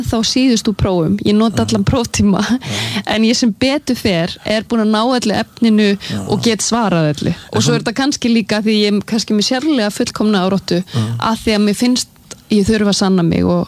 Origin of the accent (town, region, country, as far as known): Sweden; born or raised there